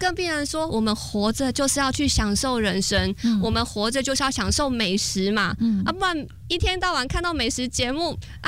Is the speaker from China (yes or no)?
no; Taiwan; 我们台湾人最喜欢吃地瓜，